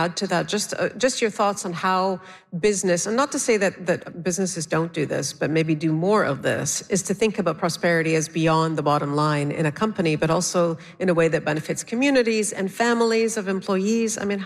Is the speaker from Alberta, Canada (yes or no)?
no; Leamington, Ontario, Canada; Leamington, Ontario.